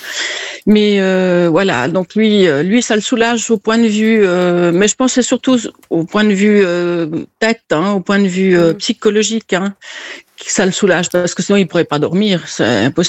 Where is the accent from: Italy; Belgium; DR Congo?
Italy; Il est chez nous en Italie. Non, il est là en Italie.